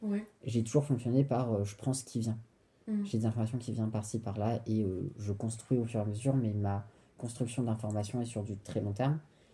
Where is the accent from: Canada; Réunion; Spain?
Réunion; J'arrivais pas à lui faire comprendre que oui, on est français, mais de nom, enfin, genre, et ça veut rien dire. Et c'est pas parce qu'on est français que La Réunion n'a pas sa propre culture